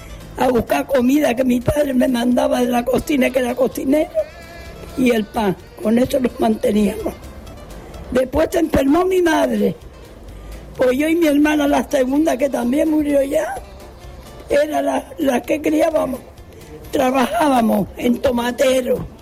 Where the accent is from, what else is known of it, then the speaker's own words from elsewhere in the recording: Gando, Canary Islands, Spain; Fui criada en Gando